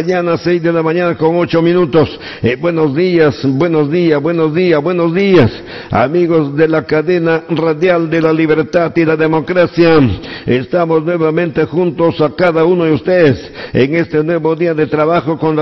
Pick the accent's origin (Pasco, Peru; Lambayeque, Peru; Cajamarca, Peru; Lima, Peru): Cajamarca, Peru; Pimpingos; moved away; en Pimpinco, mi tierra, por Dios, allá nos sintonizan. Yo estudié tronchita en Pimpincos, en esa escuelita que está en todo el cerro con su tejita roja